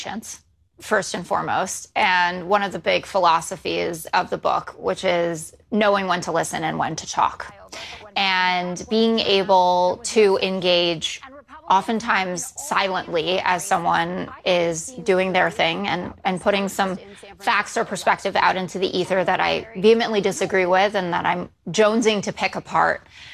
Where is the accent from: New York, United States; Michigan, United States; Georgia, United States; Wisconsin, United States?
New York, United States; New York City; I grew up in New York City, very liberal family, school with all liberals.